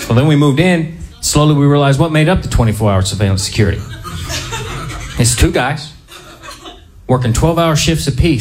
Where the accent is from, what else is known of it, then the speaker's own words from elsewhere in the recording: Oklahoma, United States; I grew up in Oklahoma. I love big people.